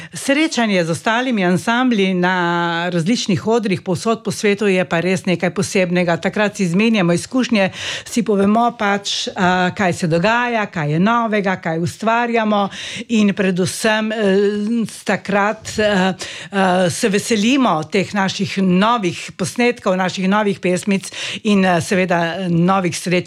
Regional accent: Primorska, Slovenia; accent: Primorska dialect; Mi smo Primorci in je prav tudi, da zagovarjamo oziroma prenašamo na naše rodove to našo lepo spevno narečje.

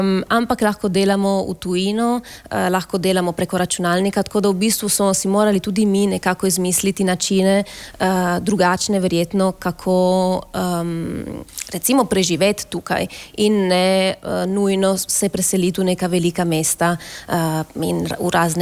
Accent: Friuli-Venezia Giulia, Italy; sem seveda iz Benečije

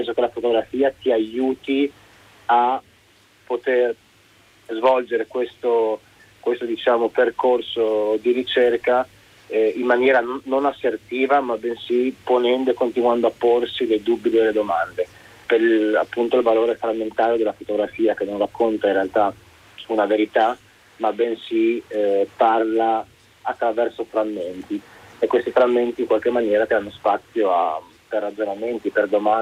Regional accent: Friuli-Venezia Giulia, Italy; moved away as an adult; also born or lived in Sicily / Netherlands; now in Netherlands and Belgium; sono nato in Sicilia, cresciuto in provincia di Udine

